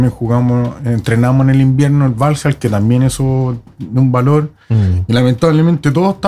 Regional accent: Concón, Valparaíso, Chile; born or raised there

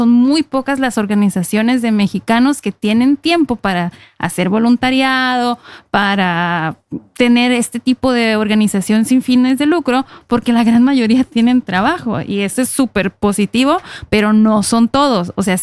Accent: Mexico; now in Norway; Si como nosotros Radio Latinoamérica y somos 3 mexicanos aquí, decimos, podemos trabajar con nuestros amigos de mexicanos en Noruega

